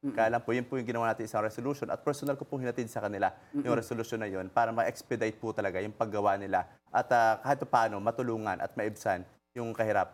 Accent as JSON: {"language": "Tagalog", "town": "Norzagaray", "region": "Central Luzon", "country": "Philippines", "said": "yung tubig na gagaling po sa amin sa Norza Garay, Bulacan. Pero kami po ay kulang pa din yung tubig sa amin."}